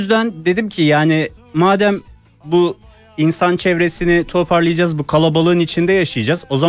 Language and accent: Turkish; Istanbul, Turkey; moved away as an adult; now in Hamburg, Germany; Ben Esenyurt Büyükçekmece tarafında büyüdüm. Büyükçekmece'deydim daha çok.